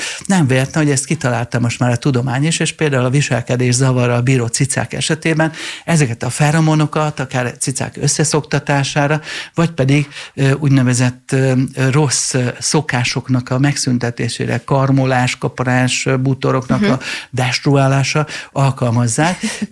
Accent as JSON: {"language": "Hungarian", "region": "Budapest", "country": "Hungary", "tie": "born or raised there", "said": "pont itt Zuglóban emlékszem, hogy 15-20 éve én zuglói gyerek vagyok."}